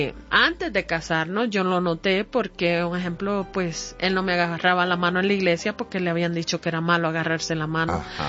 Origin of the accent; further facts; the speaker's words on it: Puerto Rico; yo soy de Puerto Rico